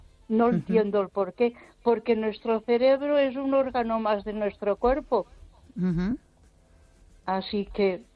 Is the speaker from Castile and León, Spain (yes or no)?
yes; Ponferrada, Castile and León, Spain